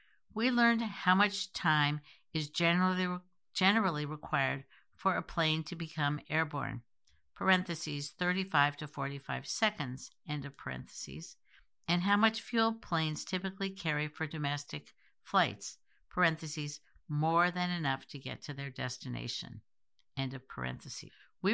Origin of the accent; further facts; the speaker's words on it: Iowa, United States; I was traveling from my home state of Iowa to New York City for a summer internship.